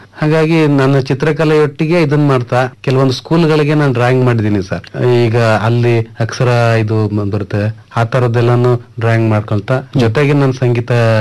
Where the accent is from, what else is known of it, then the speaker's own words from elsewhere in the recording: Bigowdigere, Karnataka, India; Sir, Mandya ಜಿಲ್ಲೆ, ಮಂಡ್ಯ ತಾಲೂಕು, ಬಿಗೌಡಿಗೆರೆ ಗ್ರಾಮದ sir.